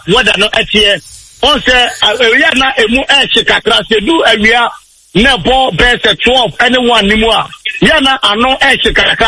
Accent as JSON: {"language": "English", "country": "Ghana", "said": "Okay, dear professor. I'm from Ghana."}